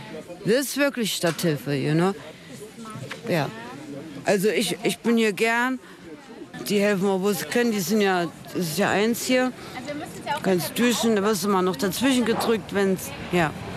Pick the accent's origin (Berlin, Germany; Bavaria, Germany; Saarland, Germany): Berlin, Germany; Für mich, ich komme aus Spandau so und für mich ist wichtig am Wochenende, ich kann duschen und ich kann essen.